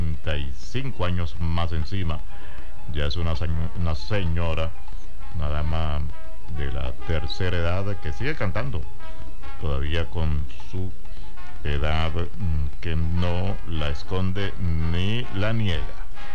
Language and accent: Spanish; Caripito, Monagas, Venezuela; allá en mi pueblo, en Caripito.